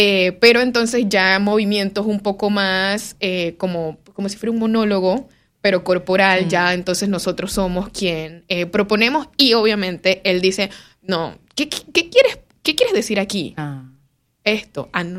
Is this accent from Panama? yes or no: yes; Panama; Prácticamente que todos los grupos también somos panameños.